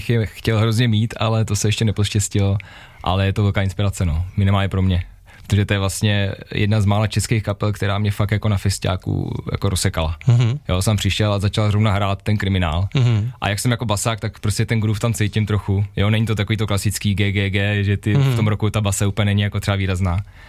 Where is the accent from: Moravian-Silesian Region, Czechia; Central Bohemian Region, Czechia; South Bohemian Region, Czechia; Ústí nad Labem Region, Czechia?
Central Bohemian Region, Czechia; Rakovník; původně jsme z Rakovníka, jakoby největší část, ale pak jsme i rozsetý okolo.